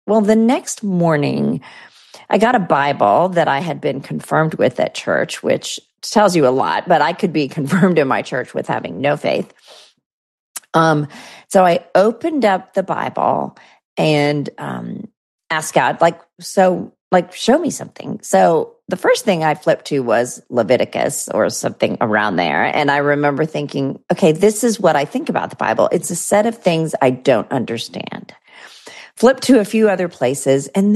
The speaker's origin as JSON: {"language": "English", "country": "India", "tie": "born there", "said": "I was born in India to Christian parents."}